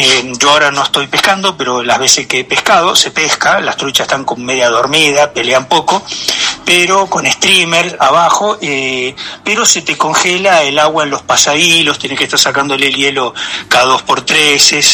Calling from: Aluminé, Neuquén, Argentina; acá desde Aluminé, provincia de Neuquén.

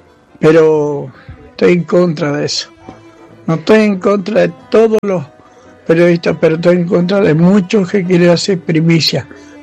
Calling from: Argentina; de Alto de Noguera.

